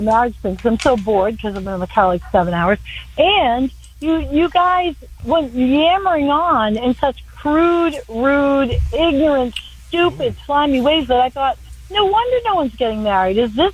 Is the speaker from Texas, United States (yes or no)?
no; Vermont, United States; And we're from Vermont, and we have to come to New York. We got kids who live here. We hate it.